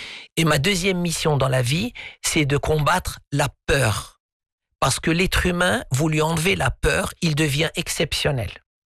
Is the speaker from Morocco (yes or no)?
yes; Morocco; Un exemple chez nous au Maroc, quand quelqu'un disait « je me sens mal, je suis pas bien mentalement », on lui disait que c'est un manque de gratitude.